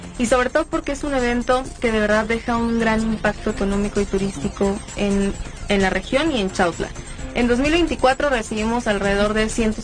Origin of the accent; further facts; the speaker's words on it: Mexico; una de las tradiciones más hermosas que tenemos como mexicanos